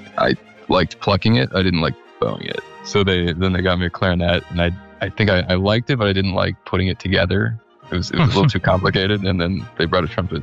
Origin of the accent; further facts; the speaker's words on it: Minneapolis, Minnesota, United States; moved away as an adult; also born or lived in Boston; I came back to the Twin Cities, which is where I'm from.